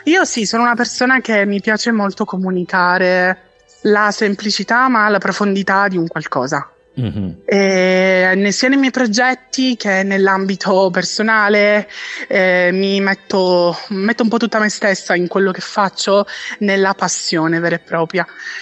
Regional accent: Catania, Sicily, Italy

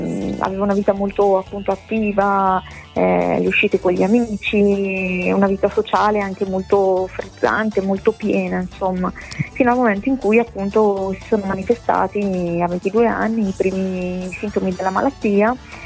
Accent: Curno, Lombardy, Italy; Allora, io precisamente sono di un paese della Bergamasca che si chiama Curno, che è in provincia appunto di Bergamo.

